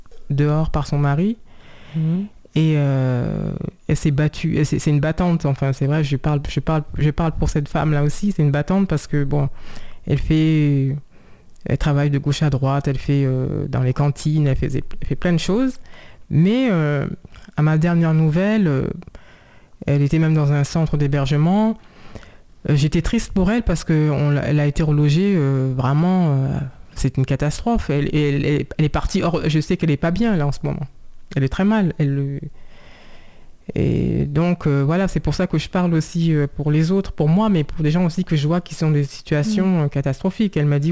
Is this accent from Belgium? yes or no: no; Saint-Cloud, Île-de-France, France; born there; Bon, citoyenne française, parce que je suis née en France, à Saint-Cloud, dans les Hauts-de-Seine.